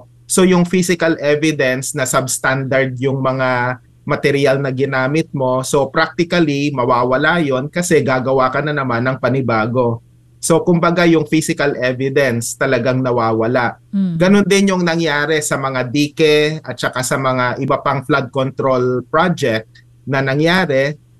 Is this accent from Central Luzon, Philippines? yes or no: no; Bicol Region, Philippines; taga Bicol kasi kami merong isang highway